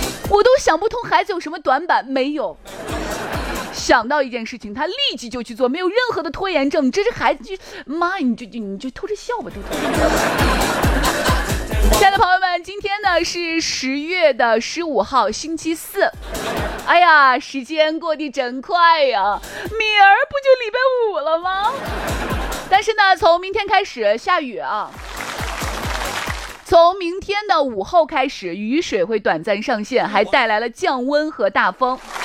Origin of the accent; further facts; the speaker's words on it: Xi'an, Shaanxi, China; 关中的我们，即将准备在秋风中瑟瑟发抖吧。